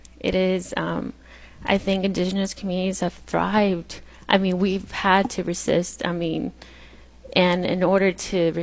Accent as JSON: {"language": "English", "town": "Madera", "region": "California", "country": "United States", "tie": "born or raised there", "also_born_or_lived": "San Jose, California", "said": "I grew up in Central California. I grew up in a small town, a rural town called Madera, California. And my parents were farm workers. I was a child farm worker as well, one of seven children."}